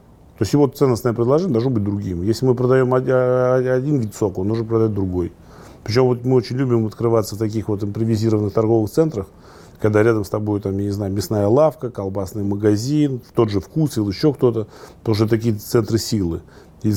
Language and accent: Russian; Oryol, Oryol Oblast, Russia; born or raised there